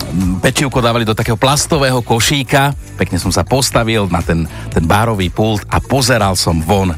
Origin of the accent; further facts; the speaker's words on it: Trnava, Trnava Region, Slovakia; tak som si zašiel do mesta u nás v Trnave